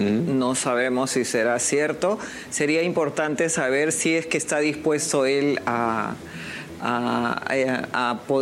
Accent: Marcona, Ica, Peru; No, yo soy de Nazca, pero de Marcona, ¿no? Yeah. Que es un distrito de la provincia de Nazca.

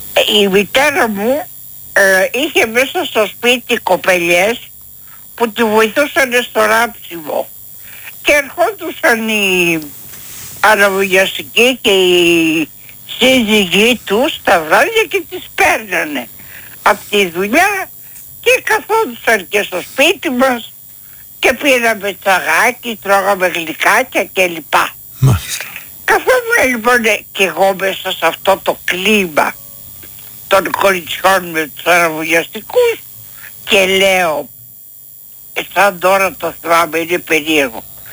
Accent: Athens, Attica, Greece; born there; μεγάλη πόλη, ναι. Και τι γεννήθηκα στην Αθήνα.

